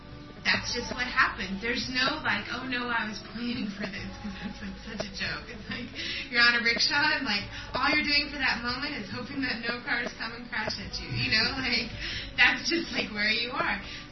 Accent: United States; I was raised with a spiritual background, but at the same time, like, I grew up in America.

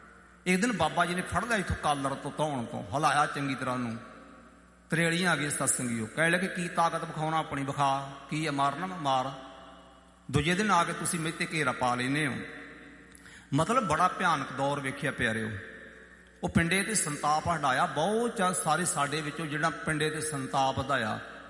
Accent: Jhamka, Punjab, India; ਮੇਰਾ ਪਿੰਡ ਮਾਣੋਚਾਲ ਅਤੇ ਪੰਜਵੜ ਦੇ ਵਿਚਕਾਰ ਹੈ। ਮਾਣੋਚਾਲ ਸਾਡੇ ਇੱਧਰ ਹੈ ਅਤੇ ਪੰਜਵੜ ਸਾਡੇ ਇੱਧਰ ਹੈ। ਵਿੱਚ ਮੇਰਾ ਪਿੰਡ ਹੈ ਝਾਮਕਾ।

